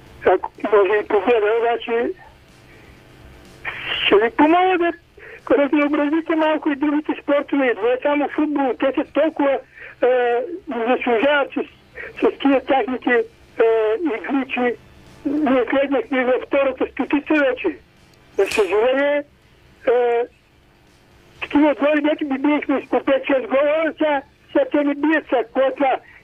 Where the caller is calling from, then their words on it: Plovdiv, Plovdiv Province, Bulgaria; Добър вечер, Пловдив … Ние като българи